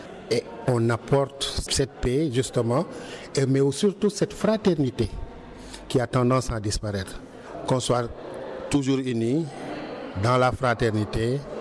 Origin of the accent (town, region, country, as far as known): Senegal; now in Rome, Italy